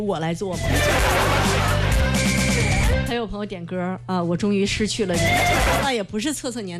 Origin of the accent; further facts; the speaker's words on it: Shijiazhuang, Hebei, China; 我是石家庄的